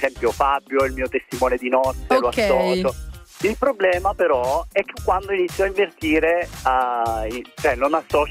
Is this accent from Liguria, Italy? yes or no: no; Caserta, Campania, Italy; now in Segrate, Italy; Da Segrate, sì, ma in realtà io sono di Caserta, ho abitato all'estero, un po' in giro, non so nemmeno io di dove sono.